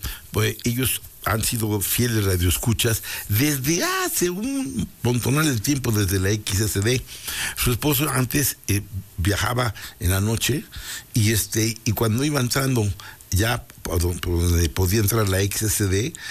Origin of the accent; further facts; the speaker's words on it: Puebla, Mexico; Ya sabes cómo somos los poblanos. Únicos, de verdad, sabrosísimos.